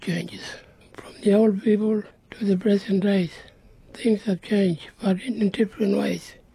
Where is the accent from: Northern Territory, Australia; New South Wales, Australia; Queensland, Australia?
Northern Territory, Australia; Ikuntji; also born or lived in Papunya; Well, Ikunji is my home. I was raised there from a little boy. I was born in Bubanya, but my family grew me up at Asplab, Ikunji. That's where I belong, because of my grandfather.